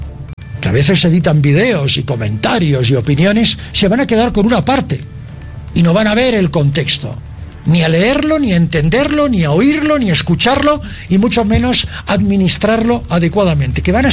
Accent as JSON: {"language": "Spanish", "country": "Bolivia"}